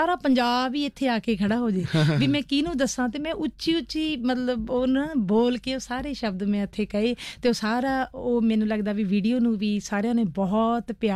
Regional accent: Punjab, India; ਕਿ ਮੈਂ ਪੰਜਾਬ ਤੋਂ ਆਈ ਹਾਂ, ਮੈਂ ਪੰਜਾਬ, ਮੈਂ ਪੰਜਾਬੀਅਤ ਦੀ ਅਤੇ ਮੈਂ ਔਰਤਾਂ ਦੀ ਗੱਲ ਕੀਤੀ

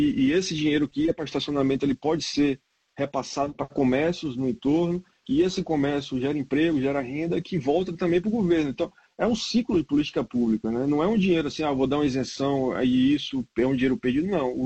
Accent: Brazil; now in Australia

